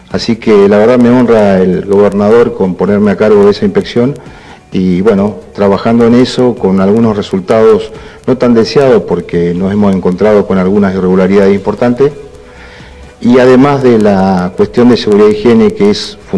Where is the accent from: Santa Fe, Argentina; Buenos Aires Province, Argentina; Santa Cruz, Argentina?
Santa Cruz, Argentina; Caleta Olivia; yo soy de Caleta